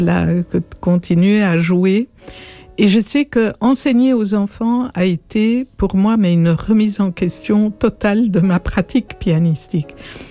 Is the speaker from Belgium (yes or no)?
yes; Belgium; Je suis belge, mais je suis d'origine suisse et arménienne … ma mère était suisse.